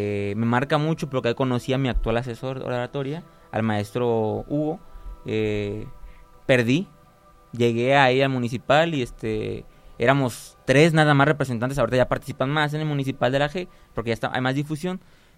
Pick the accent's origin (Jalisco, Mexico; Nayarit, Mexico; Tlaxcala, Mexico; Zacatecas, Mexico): Nayarit, Mexico; Pero aquí hay una limitante para los que somos de Nayarit